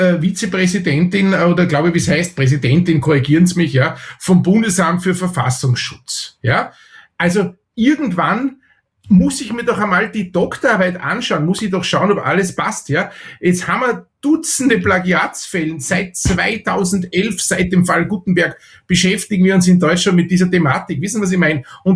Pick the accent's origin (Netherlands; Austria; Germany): Austria; ich bin Österreicher